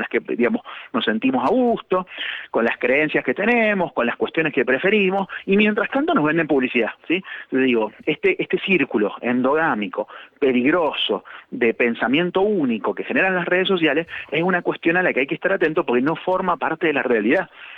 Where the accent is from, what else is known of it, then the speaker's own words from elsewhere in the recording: Mendoza, Argentina; como nosotros somos de Mendoza, le preguntamos a la gente cómo anda, la saludamos.